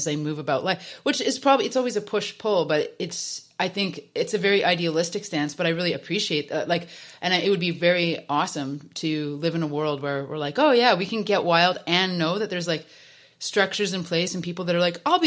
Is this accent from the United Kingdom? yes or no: no; Alberta, Canada; but I grew up in Alberta